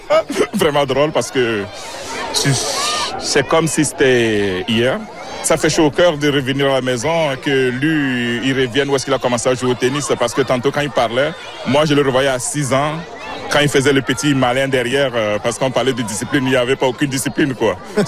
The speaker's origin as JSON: {"language": "French", "town": "L'Ancienne-Lorette", "region": "Quebec", "country": "Canada", "tie": "born or raised there", "said": "Puis moi, j'ai grandi ici. Le travail de mon père nous a amenés ici, à l'ancienne Lorette. Mais ça a été un très bel addon. Ça a été une bénédiction pour ma famille parce qu'on a pu grandir dans les meilleures conditions, ma sœur et moi."}